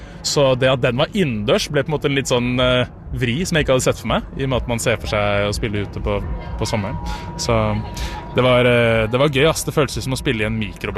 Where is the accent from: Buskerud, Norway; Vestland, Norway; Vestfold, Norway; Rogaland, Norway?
Vestfold, Norway; Sandefjord; jeg kommer fra Sandefjord